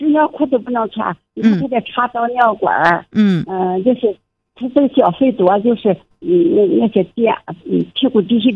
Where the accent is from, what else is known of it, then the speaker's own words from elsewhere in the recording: Dunhua, Jilin, China; 我家敦化，对对对。